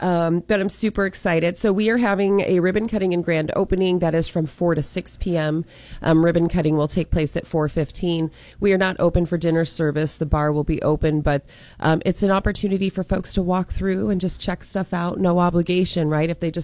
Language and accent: English; Washington, United States; Like, I grew up shooting and archery and hunting, and I mean, I'm from Washington, not Wisconsin, but my dad was we were all the things